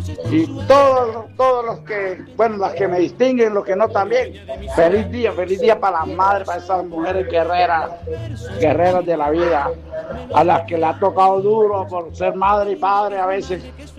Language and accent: Spanish; Sabanagrande, Atlántico, Colombia; now in Bogotá, Colombia; de allá de mi pueblo, Sabana Grande Atlántico